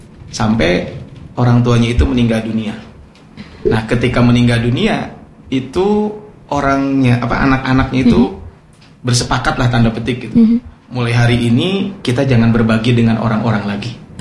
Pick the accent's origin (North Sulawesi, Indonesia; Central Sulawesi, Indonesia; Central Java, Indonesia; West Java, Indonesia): West Java, Indonesia; Ciparay; kalau saya kan dari daerah Ciparai ke atas itu kan daerah Pacet gitu kan. Nah, itu kan di sana ada Kertasari, di Kertasari kan ada perkebunan tuh.